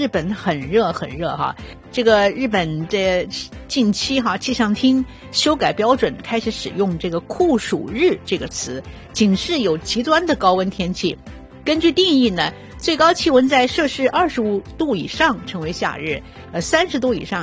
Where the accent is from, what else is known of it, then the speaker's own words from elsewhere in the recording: China; now in Toronto, Canada; 像我们华人朋友回国，我回国的时候也是先落地